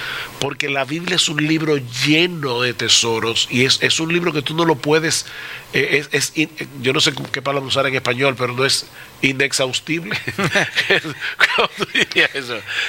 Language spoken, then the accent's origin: Spanish; Dominican Republic; born there; yo nací en un pueblo, en República Dominicana, que no hay mar.